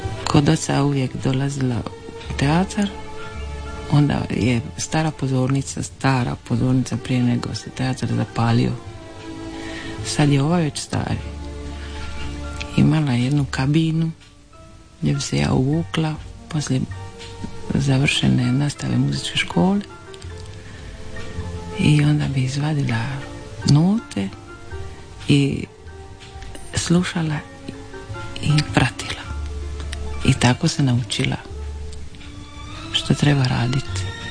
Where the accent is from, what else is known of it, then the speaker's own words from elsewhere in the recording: Vranjic, Split-Dalmatia County, Croatia; I ja sam iz Maloga mista ili tiga Pikole Venecije. Vranjica, ja? Blizu Splita. Otac mi je iz Splita, Varoša.